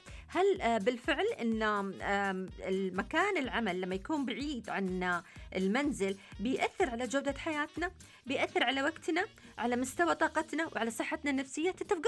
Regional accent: Dammam, Eastern Province, Saudi Arabia; من الدمام.

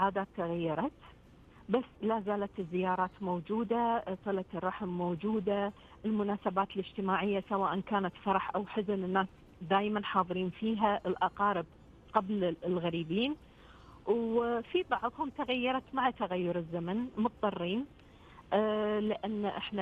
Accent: Kuwait; عندنا بالكويت

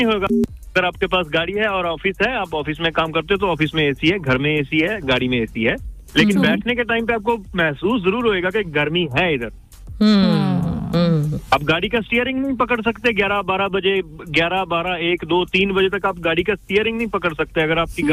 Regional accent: Punjab, India; हम लोग भी वेजिटेरियन है, मैं भी पंजाब से हूँ, मैं वेजिटेरियन, मेरी फैमिली भी वेजिटेरियन है

